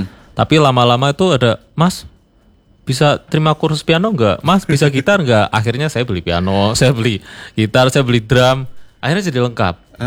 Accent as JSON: {"language": "Indonesian", "town": "Brebes", "region": "Central Java", "country": "Indonesia", "tie": "born or raised there", "moved": "yes", "said": "Enggak, saya aslinya dari Brebes."}